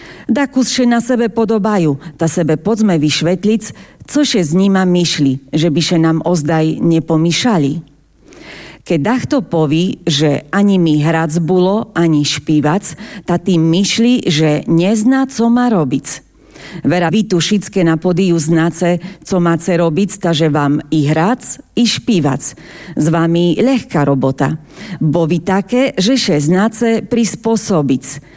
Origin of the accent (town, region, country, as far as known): Prešov Region, Slovakia; accent: Šariš dialect; first language Šariš dialect